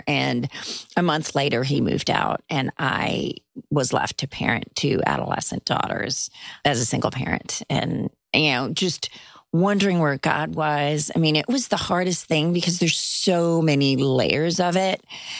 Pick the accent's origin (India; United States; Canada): India; born there; I was born in India. And when I was 3 months old, I contracted polio. Now in India, you don't get the vaccine at 3 months.